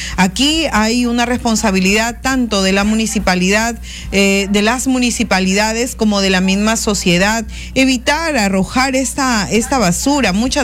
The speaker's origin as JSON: {"language": "Spanish", "region": "Piura", "country": "Peru", "said": "nuestra tierra, en la región Piura"}